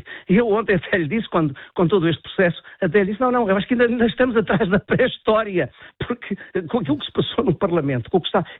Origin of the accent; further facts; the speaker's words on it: Portugal; E eu, como português, digo, a quem é que eu apelo?